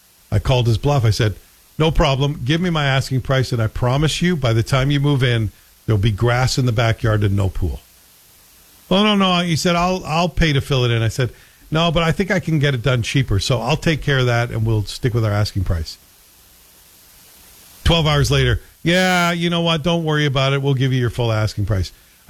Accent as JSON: {"language": "English", "country": "Canada", "also_born_or_lived": "Chicago, United States", "said": "And as a Canadian, you think, well, wait a second. This is not how we do business."}